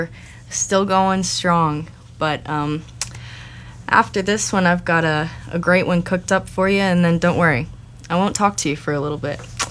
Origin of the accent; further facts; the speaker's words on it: Appalachia, United States; I'm from the Appalachian region myself, so PSA is pretty close to my heart